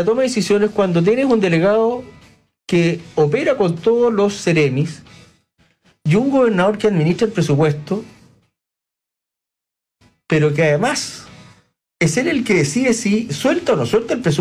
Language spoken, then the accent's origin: Spanish; Coquimbo, Chile; Yo, ¿a qué me dicen región de Coquimbo, don Luis Sail? Volvemos a mi tierra.